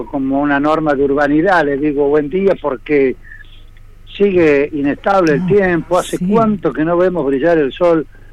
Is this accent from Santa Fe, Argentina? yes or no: yes; Sunchales, Santa Fe, Argentina; moved away; yo que soy del interior, de Sunchales